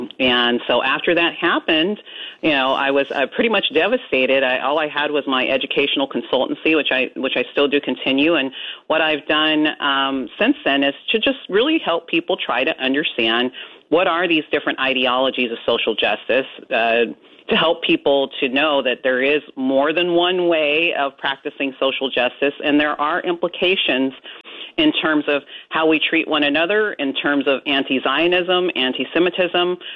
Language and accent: English; California, United States; my home state of California